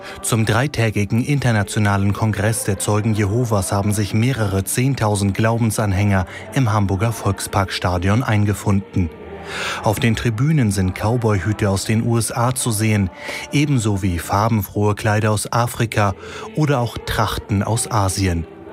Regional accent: Ukraine; die große Freude, die ich hier miterleben darf, irgendwie in die Ukraine mitnehmen kann. Denn in meiner Heimat haben wir ehrlich gesagt leider schon vergessen, was Freude überhaupt ist.

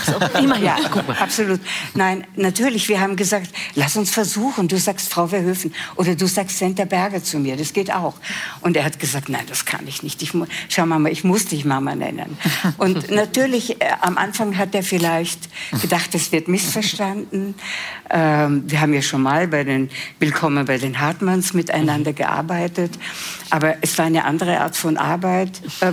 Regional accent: Vienna, Austria; Ich bin ja Wienerin und ich habe mir meine wienerische Großmutter ins Haus geholt, also meine wienerische Mutter.

